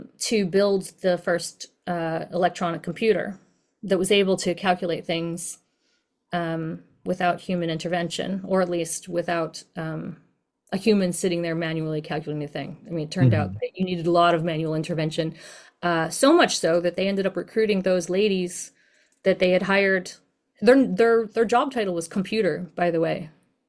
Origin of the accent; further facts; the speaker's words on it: United States